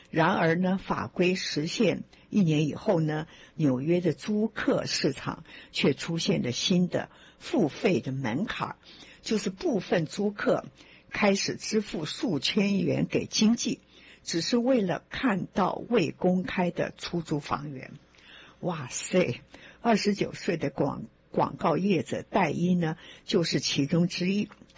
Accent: China; now in Long Island, United States; 住我们中国人说食衣住行，现在看起来住很难呐。

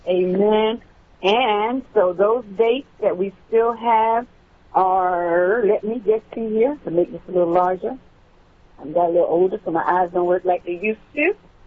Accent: Alabama, United States; born there; moved away; I was born in Alabama.

